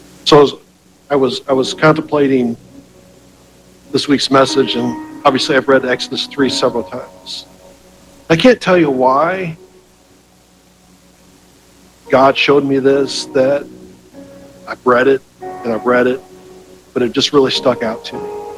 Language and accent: English; Knox, Indiana, United States; we're from Knox, Indiana.